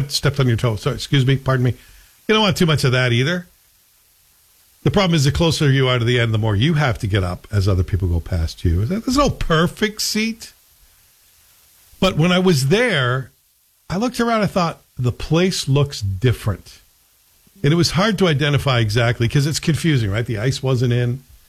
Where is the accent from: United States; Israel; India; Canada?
Canada; as a Canadian, that's what keeps me going in the winter is hockey.